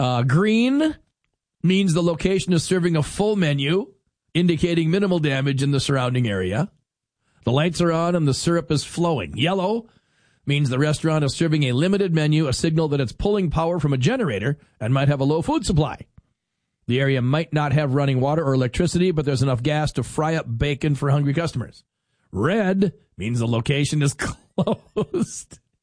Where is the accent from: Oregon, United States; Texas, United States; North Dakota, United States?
North Dakota, United States; Fargo; moved away; growing up in Fargo